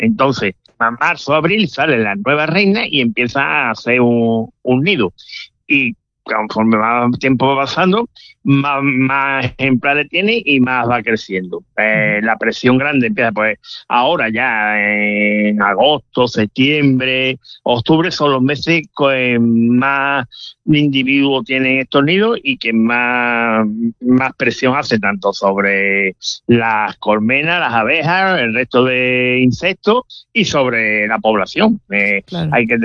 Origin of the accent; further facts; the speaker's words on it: Málaga, Andalusia, Spain; Aunque estamos en Córdoba, yo soy de Málaga